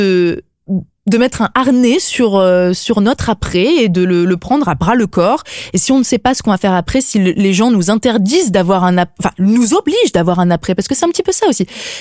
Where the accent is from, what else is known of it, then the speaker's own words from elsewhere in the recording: La Rochelle, Nouvelle-Aquitaine, France; La Rochelle, qui est ma ville natale, que j'adore.